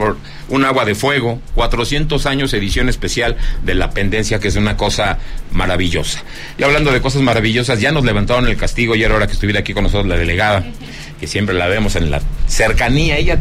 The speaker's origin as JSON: {"language": "Spanish", "region": "Zacatecas", "country": "Mexico", "said": "A mi tierra Zacatecas."}